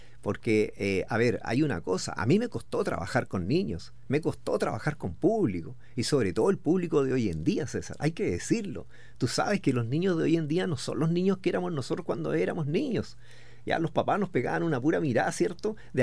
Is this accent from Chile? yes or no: yes; Linares, Maule, Chile; Nosotros somos de Linares, de una ciudad linda, preciosa, ¿ya?, y que cada vez está quedando mejor.